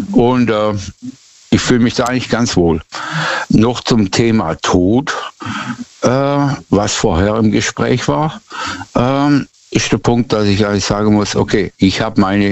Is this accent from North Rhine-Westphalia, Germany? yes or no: no; Baden-Württemberg, Germany; Nee, ich komme nicht aus dem Schwarzwald.